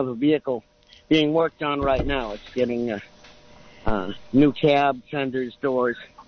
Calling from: Monterey, California, United States; from Monterey.

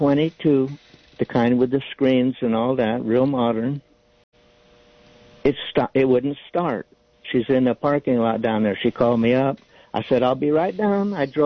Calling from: Las Lomas, California, United States

